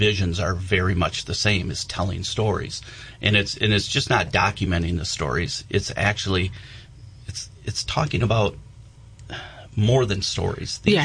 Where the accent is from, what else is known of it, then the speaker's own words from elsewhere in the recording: Lansing, Michigan, United States; And I said, from Lansing, Michigan.